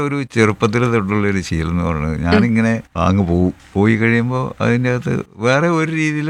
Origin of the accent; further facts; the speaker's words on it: Thodupuzha, Kerala, India; തൊടുപുഴ അരിക്കുഴ എന്ന് പറഞ്ഞ ഗ്രാമത്തിലാണ് ഞാൻ ജനിച്ചതും വളർന്നതും. അരിക്കുഴ ASS UPSലാണ് പഠിച്ചത്. മണക്കാട് NSS ഹൈസ്കൂളിലാണ് ഹൈസ്കൂൾ വിദ്യാഭ്യാസം നേടിയത്.